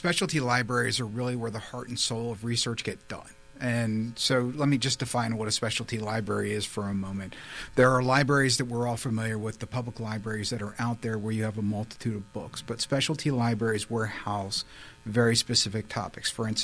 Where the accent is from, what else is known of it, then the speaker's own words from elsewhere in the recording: East Coast, United States; moved away as an adult; also born or lived in Pennsylvania; now in Kenosha, United States; We relocated to Kenosha from Pennsylvania, so I've lived on the East Coast all of my life, and so now I'm a Midwesterner, so I'm adjusting to that.